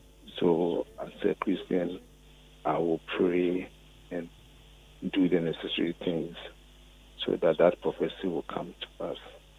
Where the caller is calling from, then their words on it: Ethiopia; I'm calling from Ethiopia.